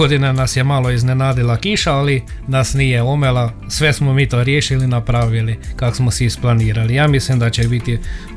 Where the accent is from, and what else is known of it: Sirova Katalina, Bjelovar-Bilogora County, Croatia